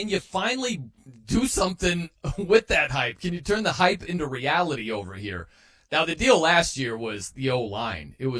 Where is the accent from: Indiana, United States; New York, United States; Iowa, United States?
Indiana, United States; South Bend; Aunt, I grew up in South Bend, Indiana. I've been a Dolphins fan my entire life.